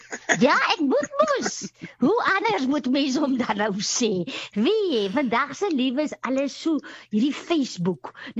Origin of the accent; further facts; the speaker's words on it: Garies, Northern Cape, South Africa; Kyk, ek kom van Garries, né? En daar leer jy swem op 'n nat waslap.